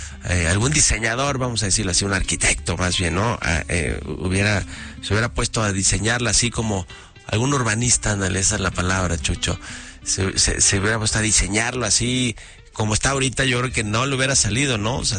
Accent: Mexico City, Mexico; para los que somos chilangos, pues no podríamos entendernos ni vivir casi que fuera de la Ciudad de México

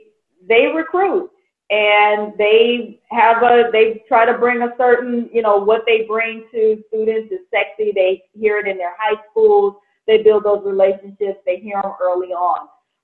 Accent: Seattle, Washington, United States; I grew up in Seattle.

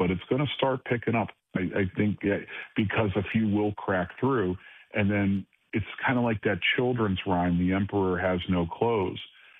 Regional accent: Cleveland, Ohio, United States; I did it because I come from Cleveland, and I'm so proud of my hometown

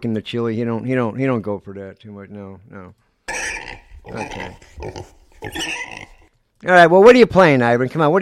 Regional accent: Chicago, Illinois, United States; It's about my hometown, ….

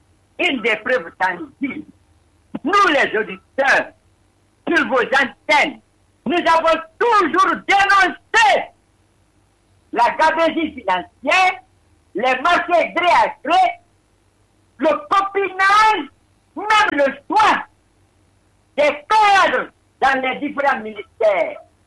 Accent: Lola, Nzérékoré Region, Guinea; now in Conakry, Guinea; chez moi à Lola

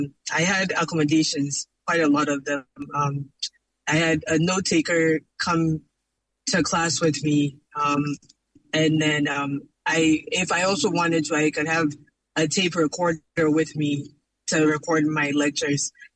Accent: Kumasi, Ashanti, Ghana; So my education started in Ghana. I was raised in Kumasi.

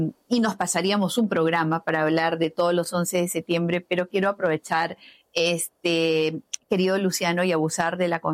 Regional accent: Peru; porque por algo somos peruanos con DNI, tenemos libertad de expresión todavía.

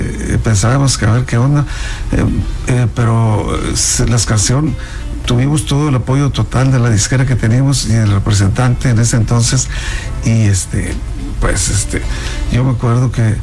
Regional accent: Montemorelos, Nuevo León, Mexico; born there; also born or lived in Linares, Nuevo León; Soy hijo adoptivo de Montemorelos, sí, pues a los 9 años ya nos cambiamos de Linares a Montemorelos, y hasta la fecha, pues ya soy del 60

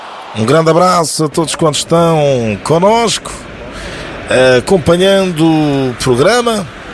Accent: Cape Verde; nós somos cabo-verdianos.

